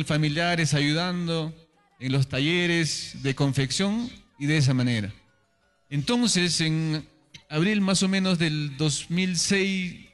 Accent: Yauya, Ancash, Peru; moved away as an adult; also born or lived in Lima; en el colegio de mi alma mater, donde yo me formé, en mi colegio de secundaria José María Arguedes de Yauya. Cosas del destino, regresé a mi pueblo

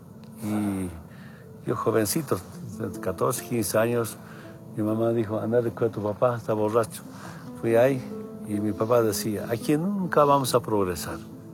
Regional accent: Altiplano, Bolivia; Es la casita donde yo nací, un 26 de octubre de 1959. Y acá nunca se conocía ducha, ni baño, nada, no conocían. El gran problema de todo el altiplano boliviano es la sequía, la helada.

